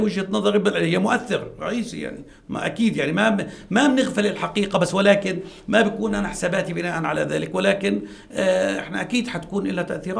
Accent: Palestine; أنا كمواطن فلسطيني

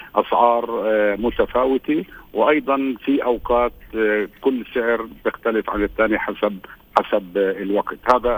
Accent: Palestine; علينا إحنا كفلسطينيين

